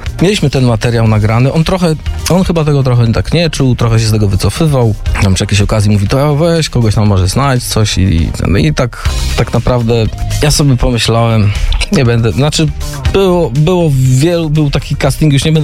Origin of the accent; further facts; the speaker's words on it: Świecie, Kuyavian-Pomeranian Voivodeship, Poland; now in Toruń, Poland; Ja pochodzę w sumie ze świecia, ale już w Toruniu